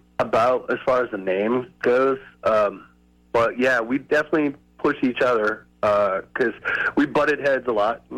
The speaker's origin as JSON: {"language": "English", "region": "Maine", "country": "United States", "lives_now": "Fort Myers, United States", "said": "I was just like, I'm just from Maine. I'm here. I'm a singer."}